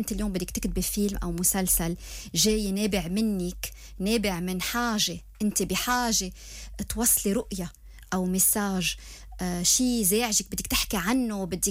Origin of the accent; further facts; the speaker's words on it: Lebanon; يعني أنا طول عمري بلبنان، كبرت بلبنان بين صيدا وبيروت وجزين، هيدا الفايب تبعيتي